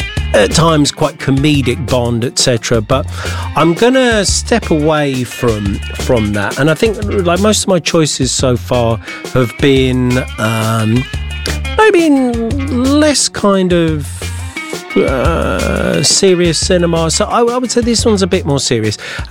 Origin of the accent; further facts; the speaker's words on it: United Kingdom; born there; pride in my home country.